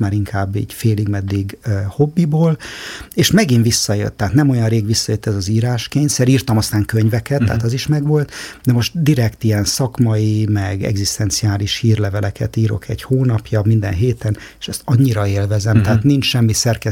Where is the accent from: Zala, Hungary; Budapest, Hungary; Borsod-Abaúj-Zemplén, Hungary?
Budapest, Hungary; egy szobakonyhában nőttem fel gyakorlatilag, fürdőszoba nélkül, WC a gangom, tehát ilyen terézvárosi klasszikus bérlakás